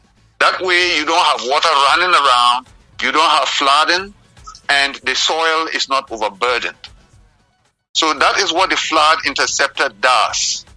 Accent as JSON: {"language": "English", "country": "Ghana", "tie": "born or raised there", "moved": "yes", "said": "I was born and bred in Ghana."}